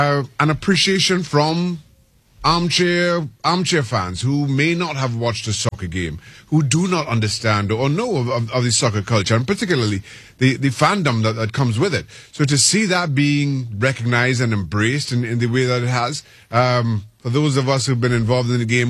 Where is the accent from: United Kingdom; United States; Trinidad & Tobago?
Trinidad & Tobago; You mentioned I'm from Trinidad and Tobago, so I grew up playing against the U.S. at junior national levels, even including those.